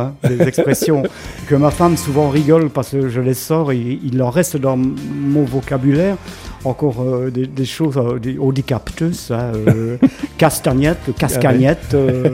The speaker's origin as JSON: {"language": "French", "town": "Verviers", "region": "Wallonia", "country": "Belgium", "tie": "born or raised there", "accent": "Verviers", "said": "Ah, je suis à Verviers, toi, pure souche."}